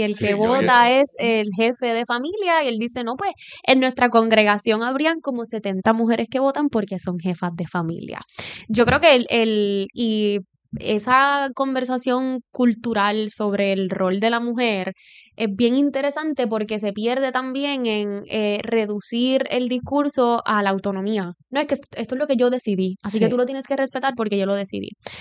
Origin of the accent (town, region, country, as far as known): Puerto Rico